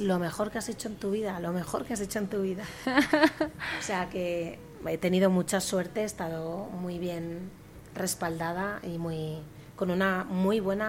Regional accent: Valencia, Valencian Community, Spain; en el Teatro Thalía en Valencia, dos días seguidos que llenamos, que fue maravilloso, porque fue en mi tierra, ¿sabes? En mi ciudad

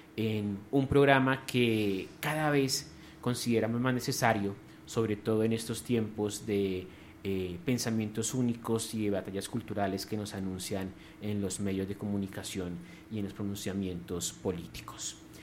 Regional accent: Colombia; sigue siendo pues una banda sonora para vernos como colombianos, ¿sí? Y digamos que nosotros no somos vallecaucanos, ¿sí?

